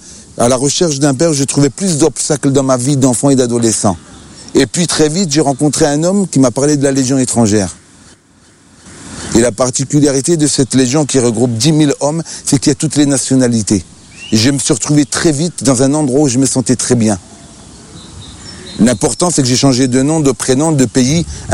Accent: Algeria; Moi, en tant qu'Algérien, je voulais être un homme fort. Avec ma religion musulmane

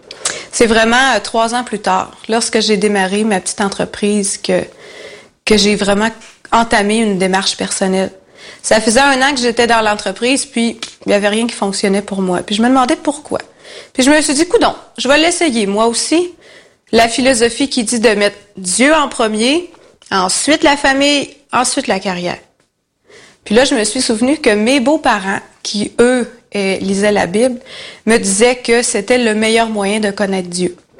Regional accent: Quebec, Canada; j'étais seule dans cette région-là parce que je venais du Saguenay.

